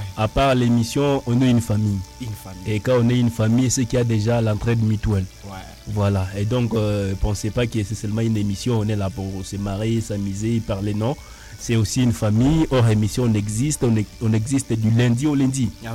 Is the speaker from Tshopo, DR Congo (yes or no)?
no; North Kivu, DR Congo; first language Kinande; French is a second language